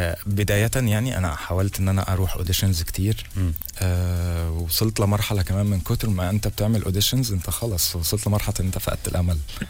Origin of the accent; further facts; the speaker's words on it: Palestine; accent: Palestinian; now in Egypt; انا عامة معروف ان انا فلسطيني.